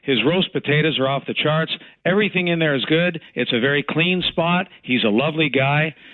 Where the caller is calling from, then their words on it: Toronto, Ontario, Canada; I'm calling from Maine and Danforth.